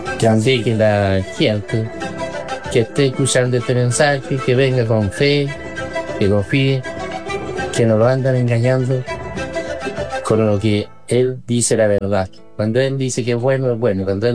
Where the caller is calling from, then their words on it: Yumbel, Biobío, Chile; A mí me quedaba cerca a Los Ángeles, porque nosotros somos de Yumbel.